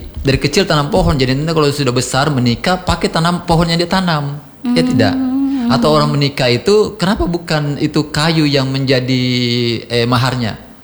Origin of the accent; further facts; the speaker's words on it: Sulawesi, Indonesia; Menjadi pengetahuan dasar kita sebagai orang Sulawesi.